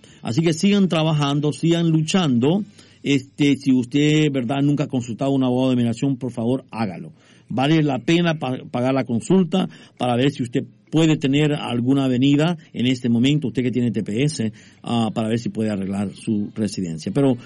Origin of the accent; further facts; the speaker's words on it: El Salvador; now in United States; puedo hablar por los salvadoreños porque soy salvadoreño